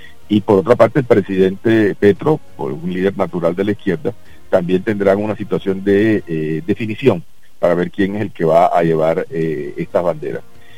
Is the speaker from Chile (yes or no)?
no; Colombia; Yo creo que Colombia, independientemente de que nosotros somos muy críticos, cuando uno lo ve desde fuera, es un país que cada vez va a mejor.